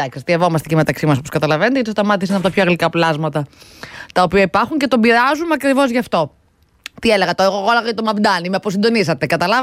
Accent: Peloponnese, Greece; topics που λέμε και στο χωριό μου την Πελοπόννησο

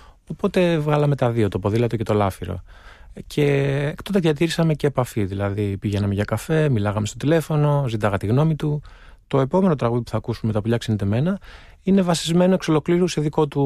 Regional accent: Epirus, Greece; Ως Ηπειρώτης

